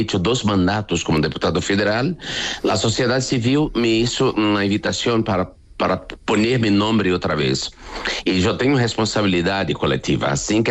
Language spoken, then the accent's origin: Spanish; Brazil; Spanish is a second language; Así que haré todos los esfuerzos para seguir en mi país, porque es aquí que quiero seguir, es aquí donde tengo mi madre, mis hermanos, mis amigos, la universidad, mi literatura, mis artes. Quiero vivir en Brasil.